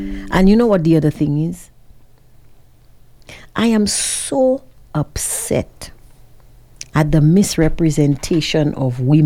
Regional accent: Monchy, Gros Islet, St. Lucia; born there; I'm from Monkey Tongue. I am the only one of my siblings born in Monkey Tongue, Cicero. So much so

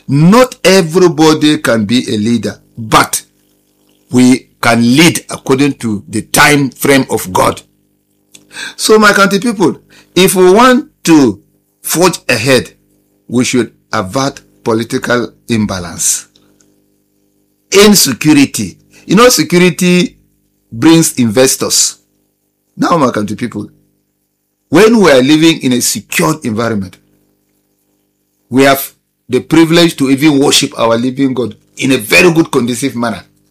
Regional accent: Nigeria; What are we supposed to do as Nigerian citizens to curtail the menace of all these things? I'll give you a number. Just send your contributions. Tell us what we expect to do as Nigerians. Because Nigeria na our country. We no get another country where we feel go apart from Nigeria.

